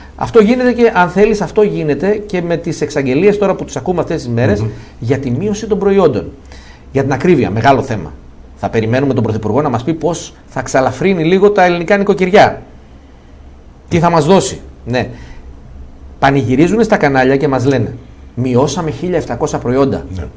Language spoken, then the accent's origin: Greek; Greece; εγώ που είμαι Έλληνας, με τον αντίστοιχο Δαμιανίδη που είναι Σκοπιανός για παράδειγμα